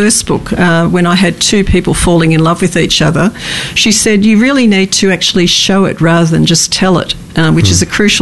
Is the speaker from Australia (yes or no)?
yes; Australia; being an Australian